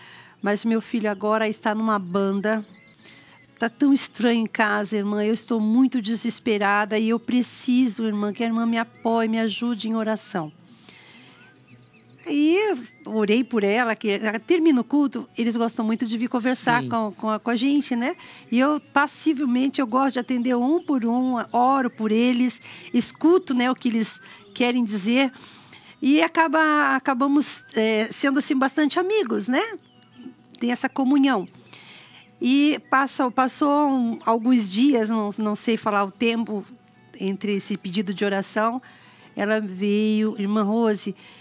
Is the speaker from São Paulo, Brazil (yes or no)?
yes; São Paulo, Brazil; also born or lived in Bahia; Porém, fui criada em São Paulo.